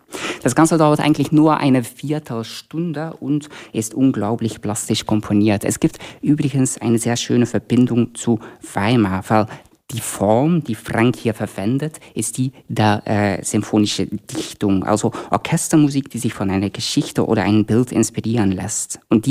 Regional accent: Belgium; German is a second language; now in Germany; weil ich komme ursprünglich aus Belgien

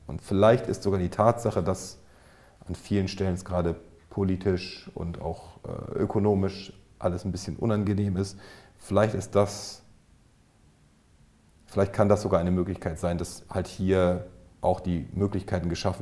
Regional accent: Northern Germany, Germany; born there; Ich bin ja in Norddeutschland geboren

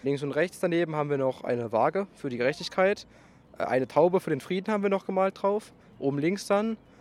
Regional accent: Germany; Hier aus Fachau.

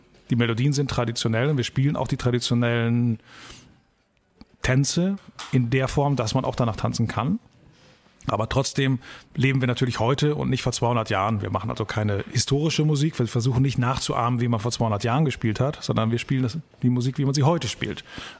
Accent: Lower Saxony, Germany; born there; Also ich komme aus dem Nordwesten, das heißt aus Niedersachsen, aus dem nordwestlichen Teil von Niedersachsen, bin an der holländischen Grenze geboren. Und bei uns ist es eine relativ ländliche Gegend

